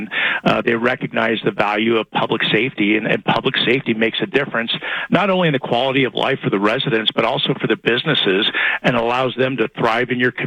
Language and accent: English; Colorado, United States; I'm a Colorado native. This is not the state that I grew up in.